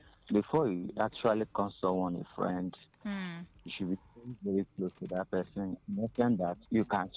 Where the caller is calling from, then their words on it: Nigeria; I'm calling from Obolafo.